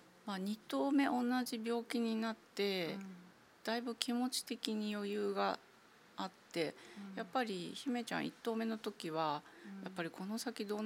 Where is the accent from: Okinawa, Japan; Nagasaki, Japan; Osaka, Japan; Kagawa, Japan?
Osaka, Japan; 私は大阪です。